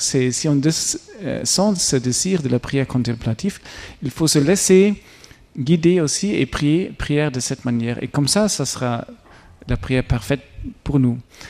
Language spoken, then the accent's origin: French; Germany; accent: German; French is a second language